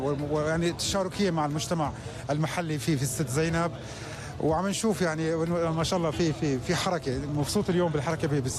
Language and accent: Arabic; Syria; نحن عايشين كسوريين